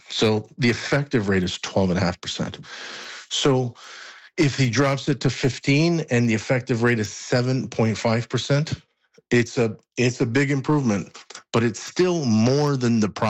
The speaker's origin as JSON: {"language": "English", "country": "Canada", "said": "I'm Canadian first"}